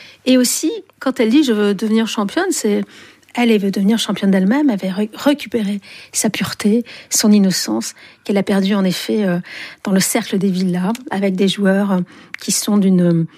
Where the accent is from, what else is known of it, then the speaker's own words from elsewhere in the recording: Algiers, Algiers Province, Algeria; j'ai grandi à Alger, qui était un pays très viril, masculin